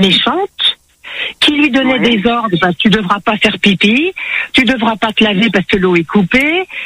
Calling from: Paris, Île-de-France, France; moi j'habite sur Paris à Montmartre

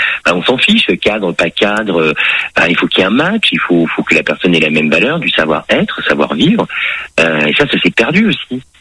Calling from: Nantes, Pays de la Loire, France; Je suis à Nantes.

